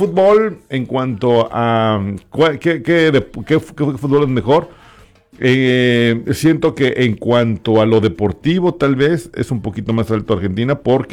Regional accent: Mexico

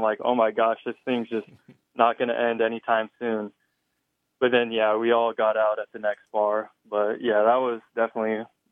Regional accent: Hastings, Nebraska, United States; I'm from Hastings. Kearney's like a 45-minute drive. So it kind of all works out good if I go to UNK.

